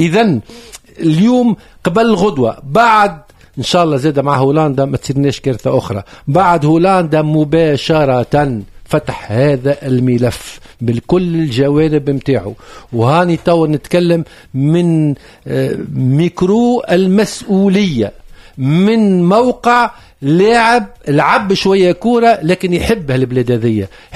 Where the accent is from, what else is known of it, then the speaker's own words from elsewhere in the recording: Tunisia; أنا كتونسي